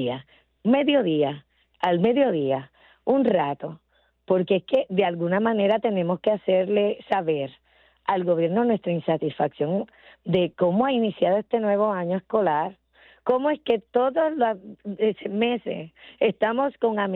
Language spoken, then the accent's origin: Spanish; Puerto Rico